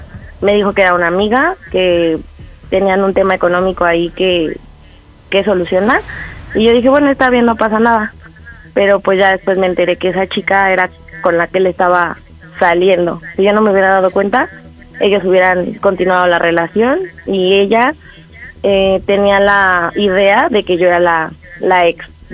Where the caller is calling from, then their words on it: Venustiano Carranza, Mexico City, Mexico; 31 años y soy de Venustiano Carranza.